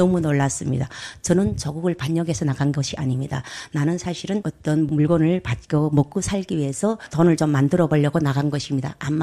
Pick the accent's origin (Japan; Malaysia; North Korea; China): North Korea; now in South Korea; 저는 대한민국에 들어오기 전에 북한 땅에서는 북한에서 말하는 빨갱이 집안에서 자랐던 사람입니다.